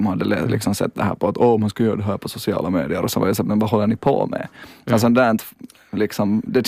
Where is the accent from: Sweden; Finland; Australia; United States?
Finland; Espoo, Uusimaa; jag är från Esbo för de som inte vet, så där finns ett högt tv/radiomast som är 325 meter högt